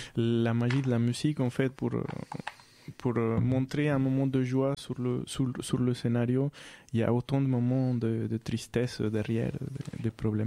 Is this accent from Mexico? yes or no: yes; Mexico; moved away as an adult; now in France; une des choses qui me manque le plus du Mexique, ou quand je suis arrivé en France